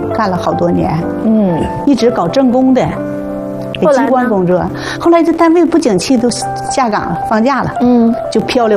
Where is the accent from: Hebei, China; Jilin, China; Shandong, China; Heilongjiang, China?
Heilongjiang, China; Qiqihar; moved away as an adult; now in Beijing, China; 黑龙江省齐齐哈尔。